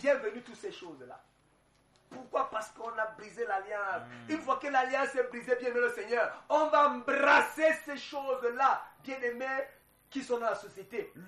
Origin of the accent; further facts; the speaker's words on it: Cameroon; je suis Camerounais